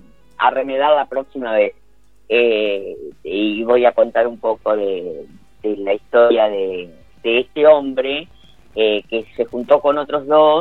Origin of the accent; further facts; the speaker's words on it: Gualeguay, Entre Ríos, Argentina; moved away as an adult; now in Buenos Aires, Argentina; Yo ya venía de Gualeguay con algunas cuestiones que tenían que ver con escribir.